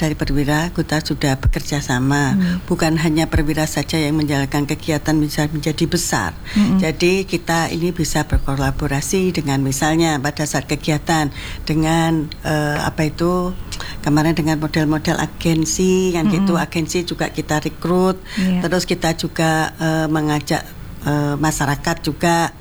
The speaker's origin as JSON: {"language": "Indonesian", "town": "Jember", "region": "East Java", "country": "Indonesia", "said": "kalau kita orang Jember"}